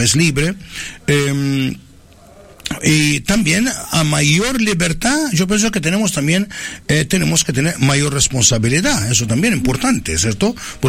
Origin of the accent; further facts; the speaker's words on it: Chile; nos une el hecho que somos chilenos